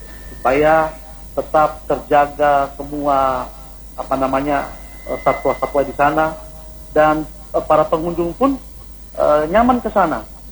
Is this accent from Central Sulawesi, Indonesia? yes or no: yes; Central Sulawesi, Indonesia; now in Palu, Indonesia; Karena saya sendiri juga orang Sigi, cuma karena selama tinggal di Palu.